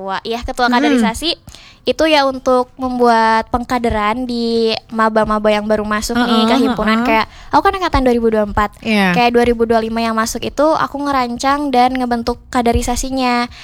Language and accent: Indonesian; Central Java, Indonesia; now in Bandung, Indonesia; aku dari Jawa Tengah jauh-jauh ke Bandung.